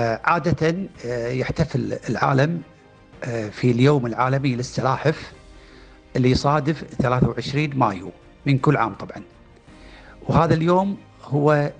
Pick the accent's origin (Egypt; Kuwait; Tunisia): Kuwait; عندنا بالكويت